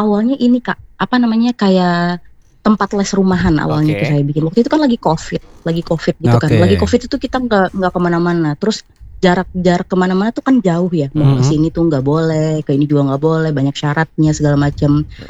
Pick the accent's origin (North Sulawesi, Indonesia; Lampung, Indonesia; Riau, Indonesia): Riau, Indonesia; Dumai; born there; Aslinya aku itu orang Melayu, jadi aku tuh lahirnya di Dumai, ya pindah-pindah.